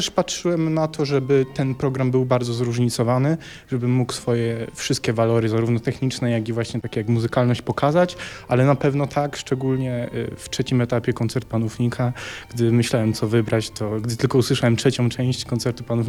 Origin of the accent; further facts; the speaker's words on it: Lesser Poland, Poland; now in Poznań, Poland; jestem z Podhala, moi rodzice są z Podhala